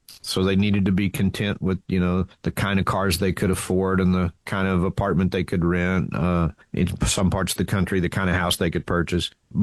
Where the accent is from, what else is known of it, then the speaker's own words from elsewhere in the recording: the South, United States; because growing up in the South, around here, it's hard to get a good biscuit.